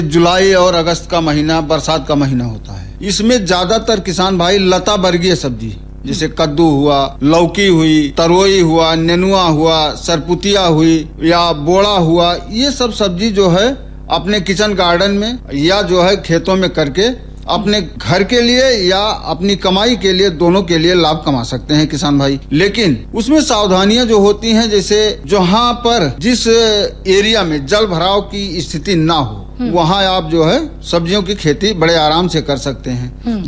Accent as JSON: {"language": "Hindi", "area": "Ayodhya district", "region": "Uttar Pradesh", "country": "India", "said": "मैं ग्राम व पोस्ट हमारा सरैया है ब्लॉक मया बाजार जिला अयोध्या का निवासी हूँ।"}